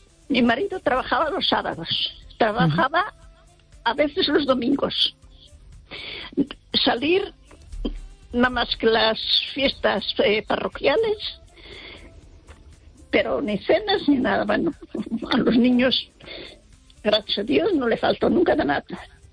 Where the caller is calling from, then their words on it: Baiona, Galicia, Spain; Desde Bayona.